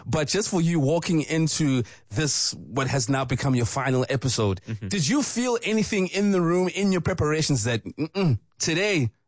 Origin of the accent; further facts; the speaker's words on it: Durban, KwaZulu-Natal, South Africa; As someone who comes from my hometown as well, Durban, big up.